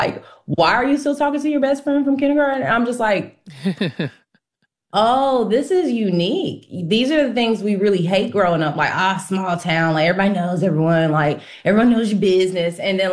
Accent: Kinston, North Carolina, United States; actually, growing up in Kinston, I put so much like delusional faith and like ambition into my kids because I remember being a young person in Kinston. And when you're from Kinston, it's like there's already a path you're supposed to walk

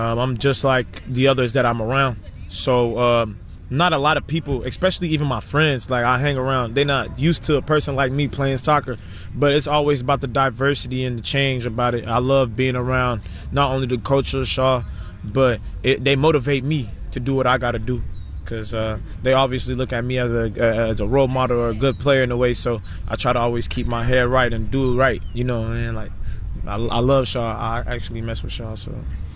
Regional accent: Kinshasa, DR Congo; now in United States; I'm not really from the U.S. I'm from Congo, Kinshasa.

